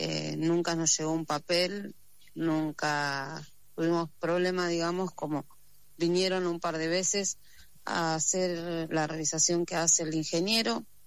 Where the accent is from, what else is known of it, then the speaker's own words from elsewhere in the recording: Corrientes, Argentina; born there; tengo 36 años y yo nací en Corrientes y mi mamá directamente vino para acá.